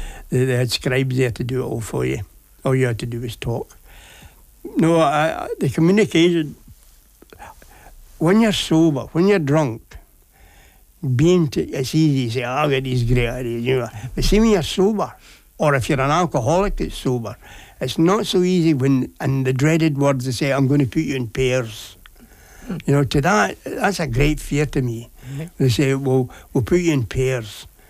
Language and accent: English; Scotland, United Kingdom; now in Govan, Glasgow, United Kingdom; I'm from Ayrshire, so living in Govan for a start is great.